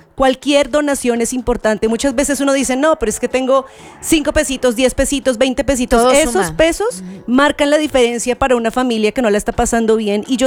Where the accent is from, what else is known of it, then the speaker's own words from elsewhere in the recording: Bogotá, Colombia; moved away; En Bogotá, en mi ciudad